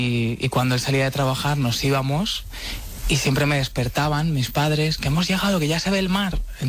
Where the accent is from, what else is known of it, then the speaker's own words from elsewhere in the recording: Spain; Pues, aunque soy del centro de España, he ido todos los veranos, teníamos una casa en el sur y iba todos los veranos a Benalmádena, a Málaga